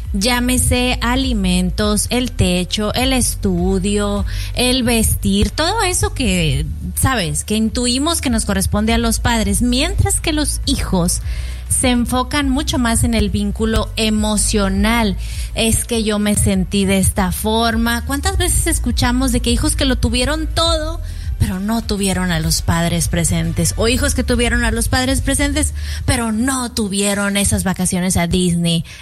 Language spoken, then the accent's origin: Spanish; Mexico; yo soy esposa de Joelo, tengo 2 hijos, soy mexicana